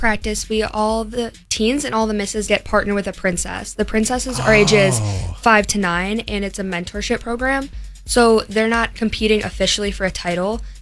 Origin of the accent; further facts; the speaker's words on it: Woodstock, Illinois, United States; I'm from Woodstock, Illinois.